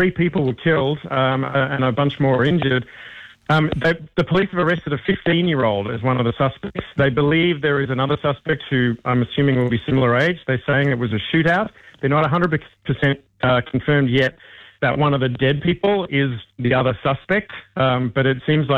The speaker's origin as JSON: {"language": "English", "country": "Australia", "said": "It is interesting as an Australian"}